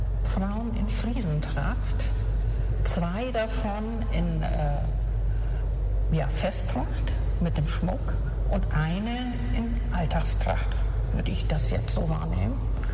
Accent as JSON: {"language": "German", "town": "Alkersum", "region": "Schleswig-Holstein", "country": "Germany", "tie": "born or raised there", "said": "ich komme aus Alkersum, aber das ist nicht ganz richtig. Ich habe über 60 Jahre auf unserem Aussiedlungshof in Alkersum-Marsch gelebt."}